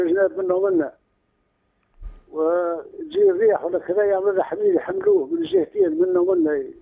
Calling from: Kebili Governorate, Tunisia

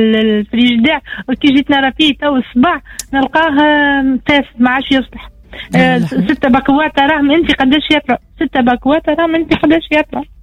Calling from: Tunisia

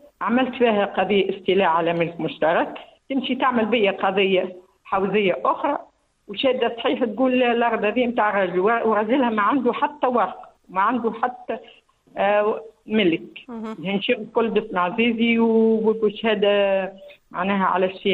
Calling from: Mateur, Bizerte Governorate, Tunisia

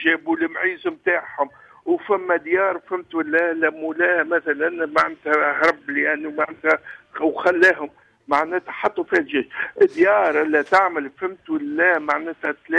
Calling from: Tunisia; الاختراقات اللي قاعده تصير عندنا في تونس

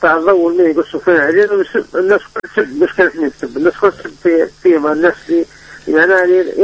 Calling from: Benghazi, Libya; من بنجازة

